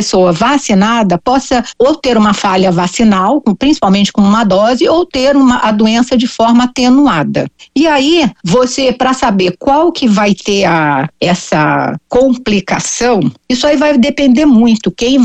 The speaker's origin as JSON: {"language": "Portuguese", "region": "Rio de Janeiro", "country": "Brazil", "said": "Eu, por exemplo, sou do Rio, não temos essa orientação."}